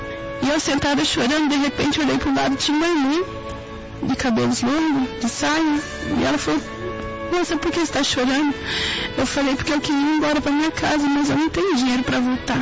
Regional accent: Sorocaba, São Paulo, Brazil

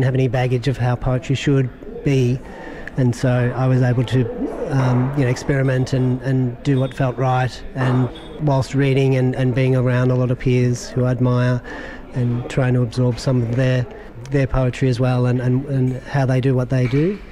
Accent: Victoria, Australia; now in Mullumbimby, Australia; I grew up on the Great Ocean Road in Melbourne

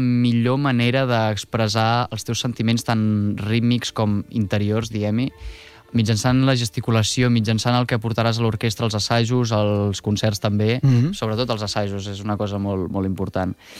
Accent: Montblanc, Catalonia, Spain; que en el meu cas doncs era Montblanc, no? El meu poble de la meva vida, es pot dir.

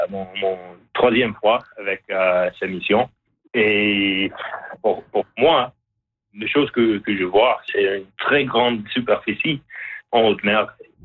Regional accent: Canada; chez nous au Canada.

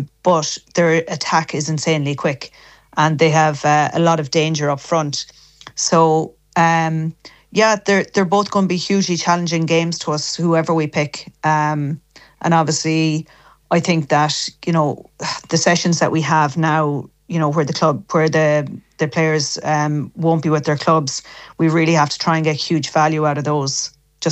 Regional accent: Ballina, County Mayo, Ireland; I'm registered to Kilmore Moy as well because I'm from Ballina, obviously.

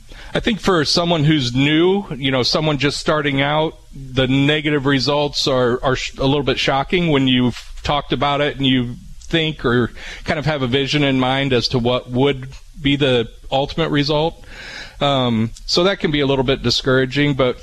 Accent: Dawson, Illinois, United States; So, I'm originally from here. Okay. From Springfield area. So, I grew up in Dawson, Mechanicsburg area.

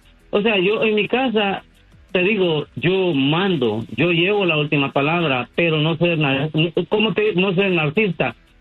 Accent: Honduras; Sí, soy hondureño.

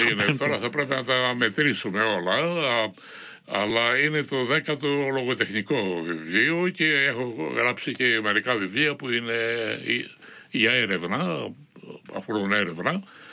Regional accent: Greece; moved away as an adult; now in Melbourne, Australia; Αντιμετώπιζα λίγο πολλές δυσκολίες με την ανεργία, και αυτός ήταν και ο λόγος που έφυγα από την Ελλάδα.

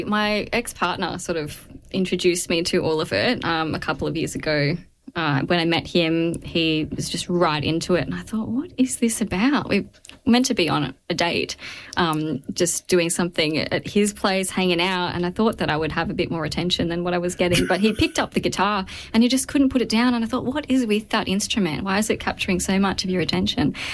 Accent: Canberra, Australian Capital Territory, Australia; also born or lived in Coffs Harbour / Sydney; now in Grafton, Australia; Well, I was actually born and raised in Canberra.

